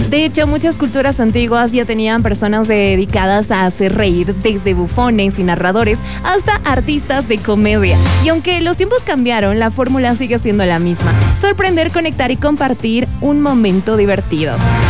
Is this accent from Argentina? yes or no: no; Bolivia